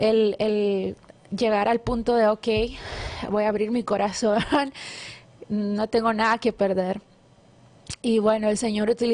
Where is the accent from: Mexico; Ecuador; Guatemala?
Guatemala; born there; nací en Guatemala.